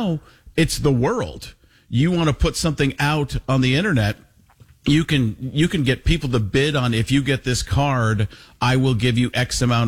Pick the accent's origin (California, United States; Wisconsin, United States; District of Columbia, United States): Wisconsin, United States; Waukesha; He's from Burlington, just a couple of cities over from me where I grew up in Waukesha.